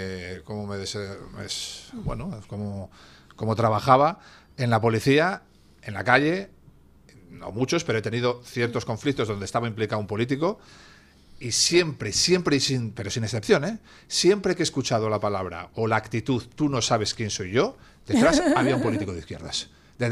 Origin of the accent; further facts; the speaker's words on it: Asturias, Spain; en Asturias, en mi tierra